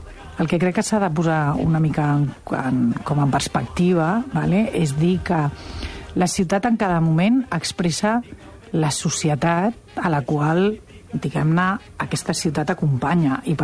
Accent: Barcelona, Catalonia, Spain; Sí, nosaltres som de Barcelona ciutat.

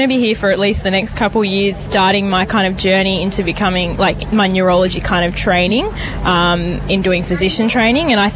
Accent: Launceston, Tasmania, Australia; I'm from Launceston.

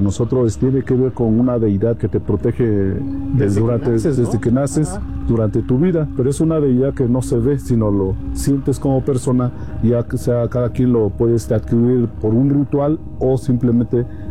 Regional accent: Oaxaca, Mexico; first language Mazatec; Spanish is a second language; Antes que nada, pues un saludo en mi lengua materna, es la lengua mazateca del estado de Oaxaca, principalmente en la Sierra Mazateca.

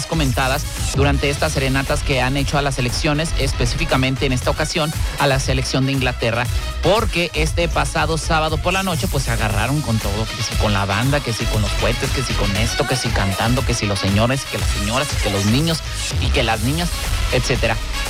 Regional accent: Mexico

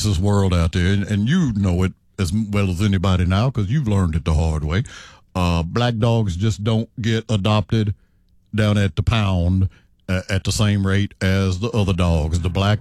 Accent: Houston, Texas, United States; when we were all kids growing up in Houston

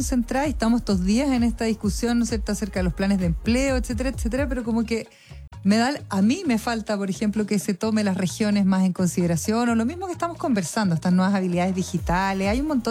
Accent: Osorno, Los Lagos, Chile; yo que soy nací y criada en Osorno

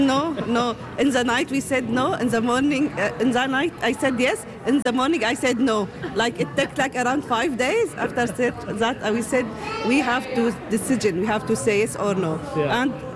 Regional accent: Homs, Homs Governorate, Syria; English is a second language; now in St. John's, Canada; هلا نحن بنيوفنلاند, St. John's. I am from Syria, from Homs.

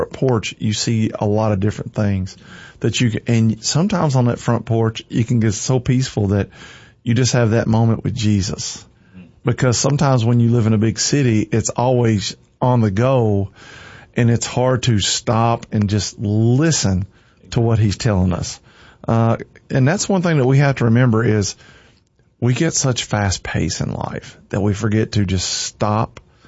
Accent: Campbellsville, Kentucky, United States; I grew up in Campbellsville, so I'm considered a city boy.

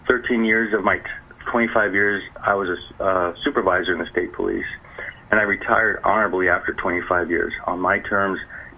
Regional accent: Las Cruces, New Mexico, United States; I was born and raised here in Las Cruces. Family's been here since the 1850s.

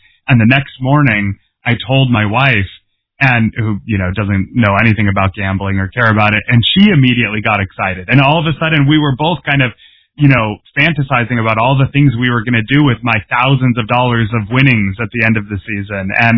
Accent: Massachusetts, United States; I grew up in Massachusetts, so I've been New England sports fan, the Celtics and Patriots.

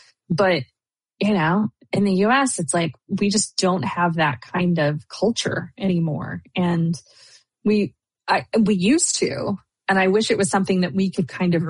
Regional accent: Oklahoma, United States; I'm from Oklahoma, so I've got friends and family who are ranchers

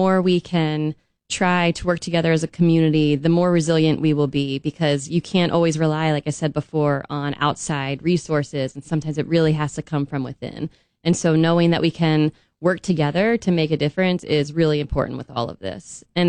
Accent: Baltimore, Maryland, United States; moved away as an adult; also born or lived in Mississippi / Tallahassee, Florida; now in East Tennessee, United States; No, I'm from Baltimore. So if you're from the North, you call me Southern. If you're from the South, you call me Northern.

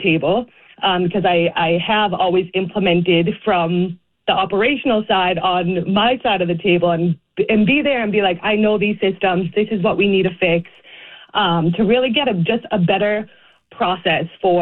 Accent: Boston, Massachusetts, United States; accent: Boston; moved away as an adult; now in Providence, United States; I grew up, and you might be able to tell by my accent, but I grew up in Boston, in Dorchester.

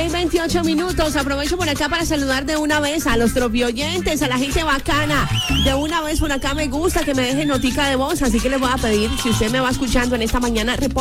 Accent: Tolima, Colombia; also born or lived in Los Llanos; colombiano que se respete, tolimense que se respete, que es mi caso, ya con una parte llanera también

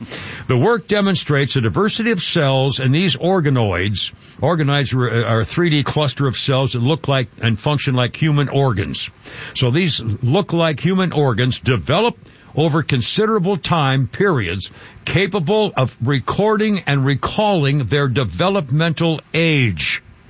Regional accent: New England, United States; born there; I'd never listened to country music. I was born in New England, you know, so wasn't around.

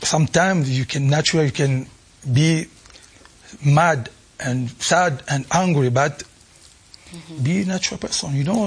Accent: Kinshasa, DR Congo; first language Lingala; English is a second language; I never speak Swahili when I grew up in Kinshasa. I speak just Lingala

